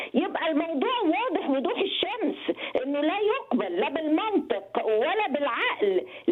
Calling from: Egypt; وأنا كمصرية

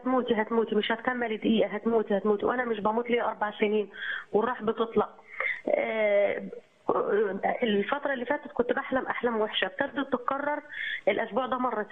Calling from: Faiyum, Faiyum Governorate, Egypt; من الفيوم.

